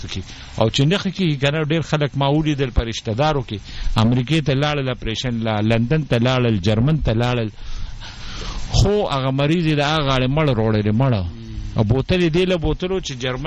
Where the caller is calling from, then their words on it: Peshawar, Khyber Pakhtunkhwa, Pakistan; زه د پېښور نه … يم